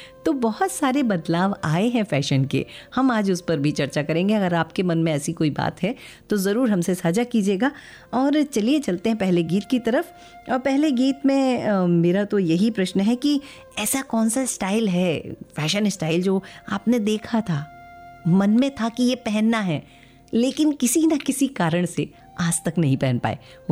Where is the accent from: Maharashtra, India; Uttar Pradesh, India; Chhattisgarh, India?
Maharashtra, India; Mumbai; बचपन में हम खार मुंबई में रहते थे